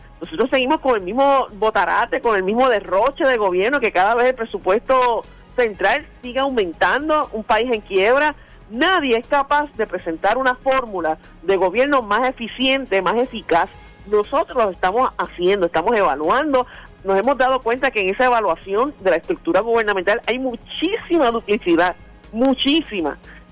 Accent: Puerto Rico; y cada vez más somos víctimas los puertorriqueños de la mala administración de estos dos partidos

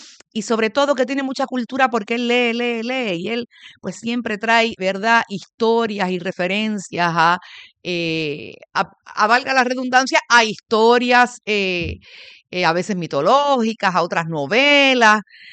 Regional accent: Puerto Rico; así somos los puertorriqueños, esperando nuestra época favorita del año, las Navidades

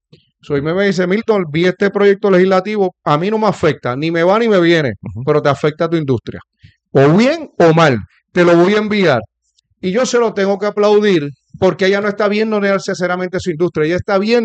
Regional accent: Puerto Rico

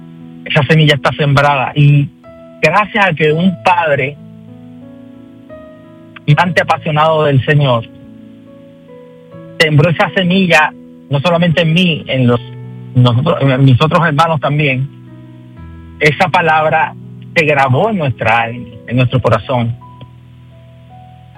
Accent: Guaynabo, Puerto Rico; born there; Nací en el pueblo de Guaynabo, en Puerto Rico. Hace poquito tiempo, fue en el abril 4 de 1974. Y pues nací en un hogar cristiano, nací en una casa cristiana

